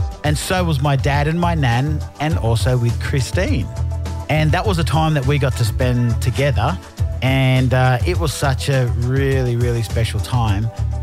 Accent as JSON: {"language": "English", "country": "Australia", "said": "now being an Australian"}